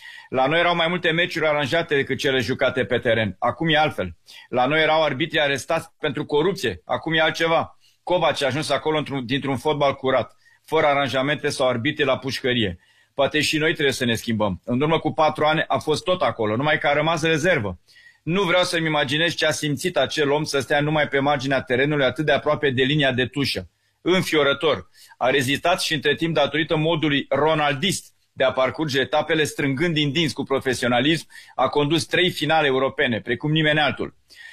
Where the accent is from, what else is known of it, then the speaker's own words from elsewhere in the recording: Romania; pentru că sunt român și țin cu el, pentru că și el este român